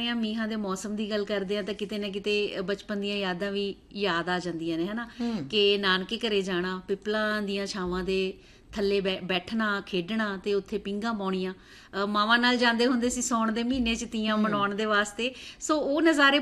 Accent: Punjab, India; ਅਸੀਂ ਤਾਂ ਪੰਜਾਬ 'ਚ ਹੀ ਰਹਿੰਦੇ ਹਾਂ, ਅਸੀਂ ਸ਼ਹਿਰ 'ਚ ਜੰਮੇ ਪਲੇ ਹਾਂ, ਨਾਨਕੇ ਅਸੀਂ ਪਿੰਡ ਜਾਂਦੇ ਹੁੰਦੇ ਸੀ

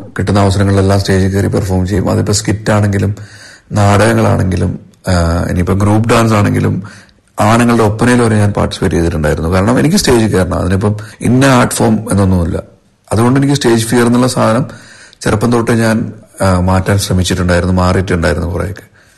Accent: Andrott, Lakshadweep, India; ലക്ഷദ്വീപിലെ ആന്ധ്രദ്വീപ് സ്വദേശിയാണ്.

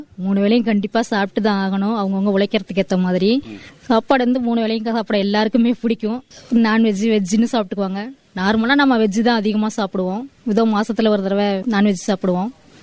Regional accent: Tamil Nadu, India; born there; திருப்பரமியத்துல வசிக்கிறேன். இங்கதான் நான் பிறந்தேன், இதே ஊர்ல தான் கல்யாணம் பண்ணிட்டு வாழ்ந்துட்டு இருக்கிறேன்.

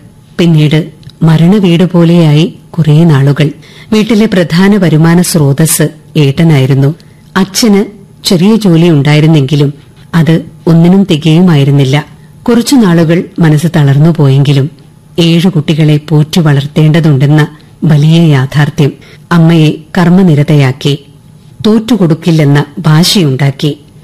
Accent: Kanhangad, Kerala, India; കാഞ്ഞങ്ങാട് ചെമ്മട്ടം വയൽ എന്ന സുന്ദര ഗ്രാമത്തിലാണ് ഞാൻ ജനിച്ചു വളർന്നത്.

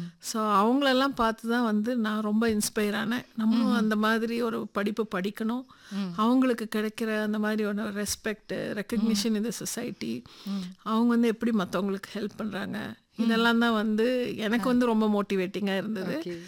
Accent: Coimbatore, Tamil Nadu, India; கோயம்புத்தூர் தாங்க என்னோட பூர்வீகம். எல்லாமே நான் பிறந்தது வளர்ந்தது படிச்சது எல்லாமே இங்க தான்.

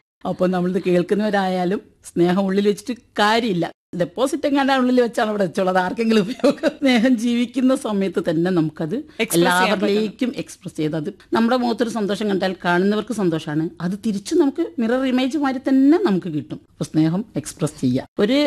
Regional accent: Kozhikode, Kerala, India; ഞാൻ കോഴിക്കോട്ടുകാരിയാണ്

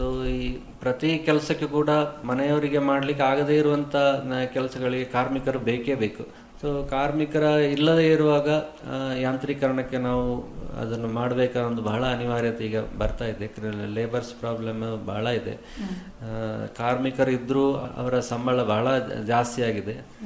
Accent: Puttur, Karnataka, India; ದಕ್ಷಿಣ ಕನ್ನಡ ಜಿಲ್ಲೆಯ ಪುತ್ತೂರು ನನ್ನ ಊರು.

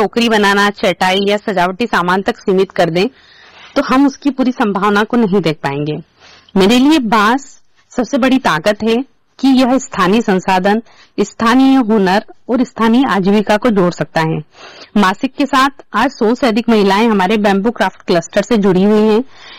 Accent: Madhya Pradesh, India; now in Hatpipliya, Ratlam district, India; मैं मालवा की मिट्टी से आती हूँ और मालवा की अपनी पहचान है।

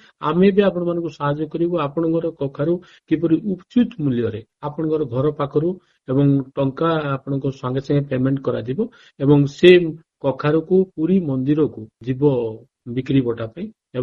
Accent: Bhairab Singhpur, Odisha, India; ମୋ ଗାଁ ନାଁ ହଉଛି ଭୈରବ ସିଂହପୁର, ଜିଲ୍ଲା କୋରାପୁଟ।

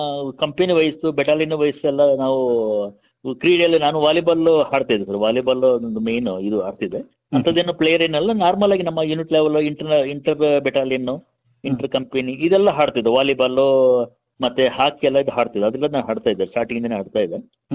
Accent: Kiggalu, Karnataka, India; moved away as an adult; ನಮ್ಮ ಊರು ಕಿಗ್ಗಾಲು

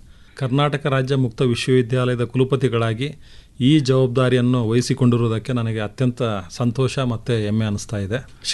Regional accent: Karnataka, India; Basically ನಾನು ಚಿತ್ರದುರ್ಗ ಜಿಲ್ಲೆಯಿಂದ ಬಂದವನು. ನನ್ನ ಪ್ರೈಮರಿ ಎಜುಕೇಷನ್ ಎಲ್ಲ ಪೂರ್ತಿ ಚಿತ್ರದುರ್ಗದಲ್ಲೇ ಮಾಡಿದೆ.

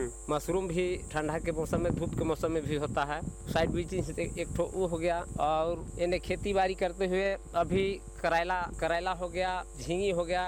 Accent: Jharkhand, India; मेराल प्रखंड के रहने वाले हैं।

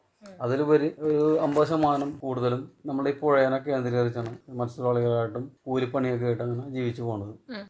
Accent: Kochi, Kerala, India; ബോൾഗാട്ടി സ്വദേശിയാണ്. ഞങ്ങളുടെ കാരണന്മാരായിട്ട് ഇവിടെ തന്നെ ജനിച്ചു നോക്കാറ്. മുളവാട് പഞ്ചായത്ത് എന്നുള്ള തെക്കേ അറ്റത്ത് ബോൾഗാട്ടി

